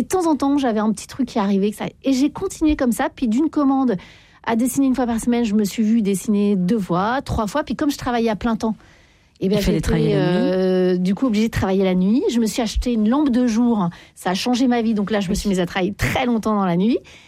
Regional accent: Paris, Île-de-France, France; moi je suis parisienne, on râle beaucoup, les gens sont pas sympas parfois dans le métro, parfois.

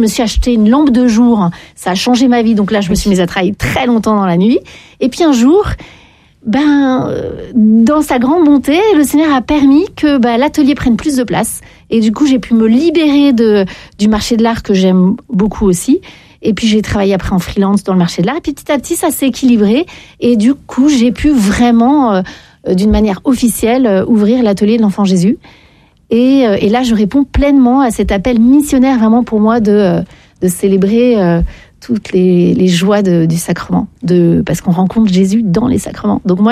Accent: Paris, Île-de-France, France; moi je suis parisienne, on râle beaucoup, les gens sont pas sympas parfois dans le métro

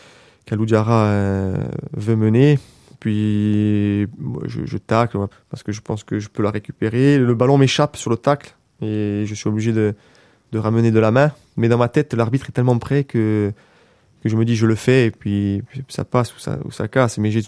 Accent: Corsica, France; peu importe où on va chez nous, on est Corse.

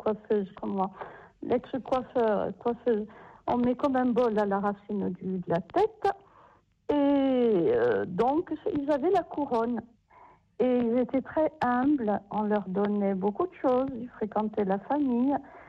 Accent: Corsica, France; comme on disait chez nous en Corse, à church.

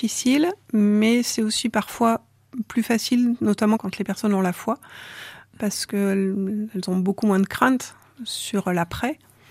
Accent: Saint-Chamond, Auvergne-Rhône-Alpes, France; Donc oui, je suis née à Saint-Chamond, donc j'ai grandi dans la paroisse protestante de Saint-Chamond, d'un papa catholique qui est devenu protestant en se mariant. Et donc du coup, on a grandi dans la paroisse de Saint-Chamond

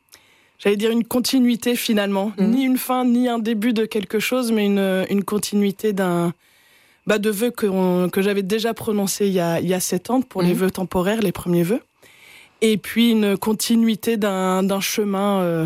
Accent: Lille, Hauts-de-France, France; je suis originaire de Lille.

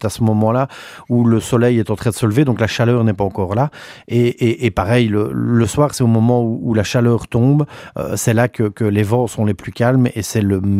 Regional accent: Hotton, Wallonia, Belgium; c'est vraiment la vue en plus chez nous, à Auton, est vraiment magnifique.

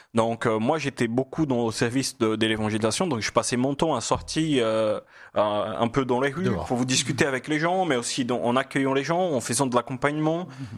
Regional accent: France; Parce que je viens du nord-est, donc je pars au sud-est, où là on parle différemment.

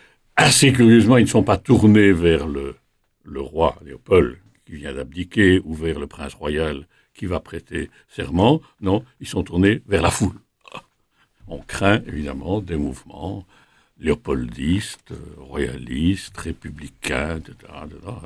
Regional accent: Liège, Wallonia, Belgium

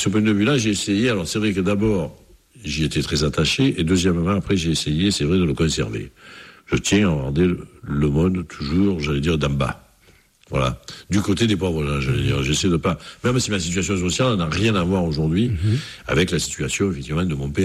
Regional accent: Marseille, Provence-Alpes-Côte d'Azur, France; born or raised there

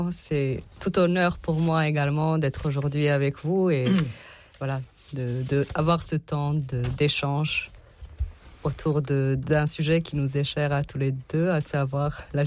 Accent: Tuzla, Tuzla Canton, Bosnia & Herzegovina; born there; French is a second language; parce que je suis née en Bosnie, c'était encore l'ex-Yougoslavie.

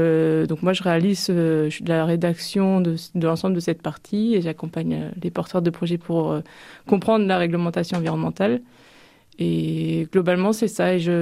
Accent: Normandy, France; also born or lived in Lyon / Tours; Je viens de la Manche, de la Hague même, et j'ai dû partir comme beaucoup de jeunes de mes études, pour les études de la Manche.

